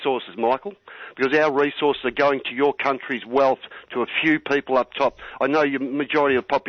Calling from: Australia; I'm an Australian.

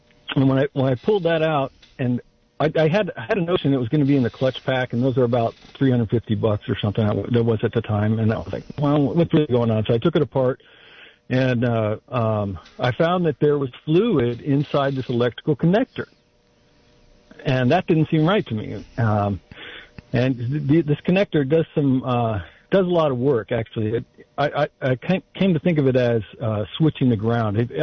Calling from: Live Oak, California, United States; from Live Oak, and I'm in Scotts Valley right now.

